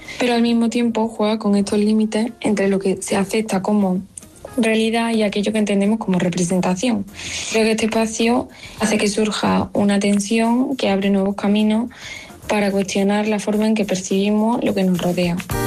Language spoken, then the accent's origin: Spanish; Priego de Córdoba, Andalusia, Spain; born there; moved away as an adult; also born or lived in Granada; now in Bilbao, Spain; nací en Priego de Córdoba, aunque actualmente resido en Bilbao.